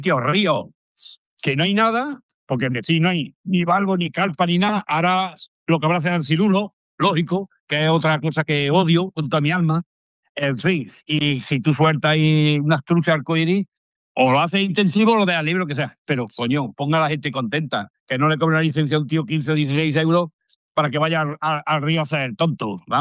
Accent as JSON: {"language": "Spanish", "town": "Córdoba", "region": "Andalusia", "country": "Spain", "tie": "born or raised there", "moved": "as an adult", "lives_now": "Logroño, Spain"}